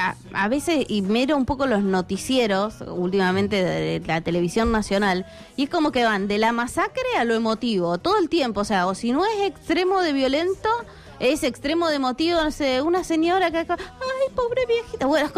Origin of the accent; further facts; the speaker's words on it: Argentina; como somos los argentinos